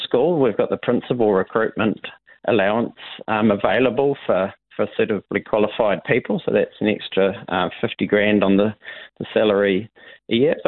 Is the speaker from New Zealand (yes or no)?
yes; Westport, West Coast, New Zealand; No, I grew up in Westport.